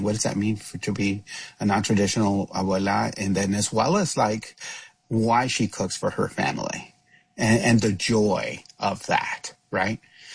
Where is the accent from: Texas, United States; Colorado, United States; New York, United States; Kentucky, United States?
Texas, United States; I am Mexican. I'm Latino growing up in Texas